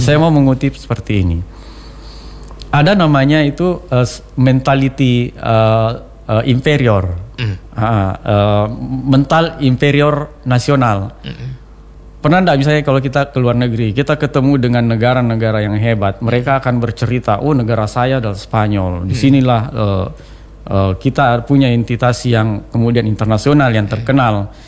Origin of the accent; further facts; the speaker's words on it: South Sulawesi, Indonesia; Saya pos dari Indonesia. I am from Indonesia, you know. Saya di daerah saya di Sulawesi Selatan, di Maros, di Pangkep